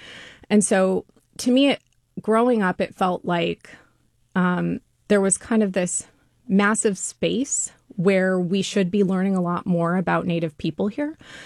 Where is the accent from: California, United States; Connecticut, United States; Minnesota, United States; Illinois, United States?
California, United States; Los Angeles; growing up in California, I grew up in the Los Angeles area